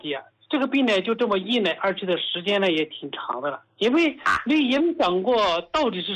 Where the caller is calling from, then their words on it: Hubei, China; 我是湖北人，